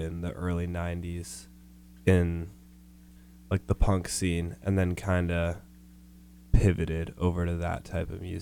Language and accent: English; Seattle, Washington, United States; my hometown of Seattle.